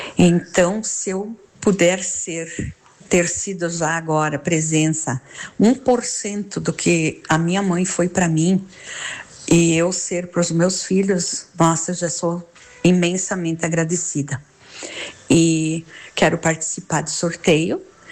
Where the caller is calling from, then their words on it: Luzerna, Santa Catarina, Brazil; sou aqui de Luzerna.